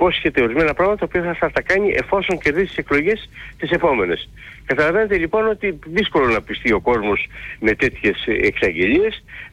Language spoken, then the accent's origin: Greek; Eastern Macedonia and Thrace, Greece; Έτσι λένε και στην πατρίδα μου επάνω στον Εύρο.